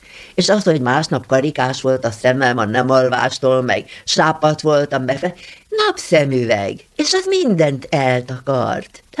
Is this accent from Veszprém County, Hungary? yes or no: yes; Alsóörs, Veszprém County, Hungary; born there; én Alsőrsen együtt nőttem fel. Mert én gyerekkoromban a poros utakon jártam, és ott semmi nem volt szinte, és aztán azzá lett, hogy egy európai hírű település lett belőle